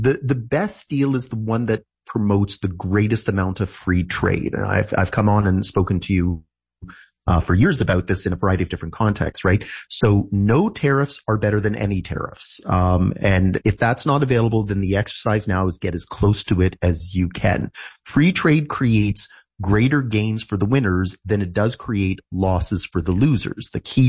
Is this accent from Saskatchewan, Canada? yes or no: no; Ontario, Canada; born or raised there